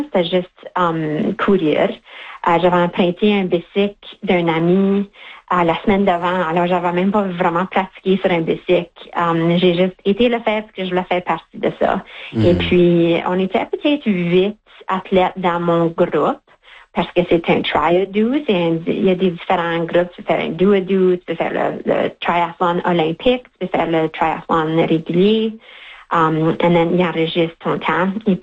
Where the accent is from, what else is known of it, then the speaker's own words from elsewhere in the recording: St. Malo, Manitoba, Canada; Je viens de Saint-Malo.